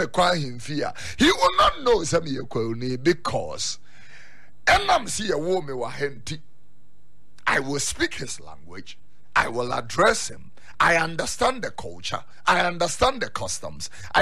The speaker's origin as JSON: {"language": "English", "town": "Accra", "region": "Greater Accra", "country": "Ghana", "tie": "born or raised there"}